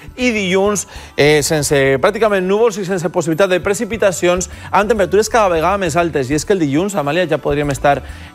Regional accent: Casas Bajas, Valencian Community, Spain; al meu poble, Cases Bajas, al Racó de Mus

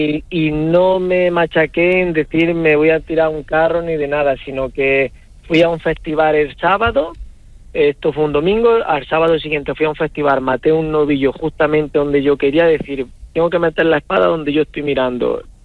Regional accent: Alicante, Valencian Community, Spain; tampoco he tenido la oportunidad de volver a Alicante que considero que es mi tierra

